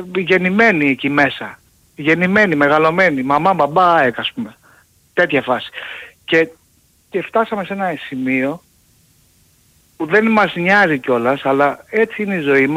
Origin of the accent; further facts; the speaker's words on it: Paiania, Attica, Greece; είμαι από την Παιανία.